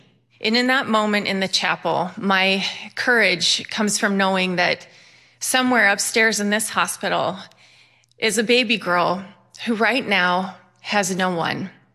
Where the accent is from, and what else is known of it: Bennington, Vermont, United States; born there; now in Phoenix, United States